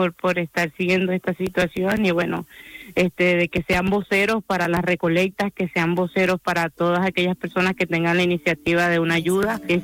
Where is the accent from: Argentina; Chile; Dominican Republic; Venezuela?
Venezuela; Yo creo que somos venezolanos, estemos donde estemos.